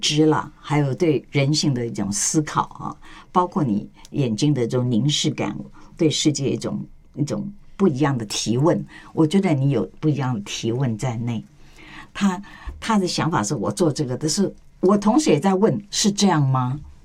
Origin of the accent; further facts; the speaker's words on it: Taiwan; 就不能像我们台湾人说啊，边行边看啦。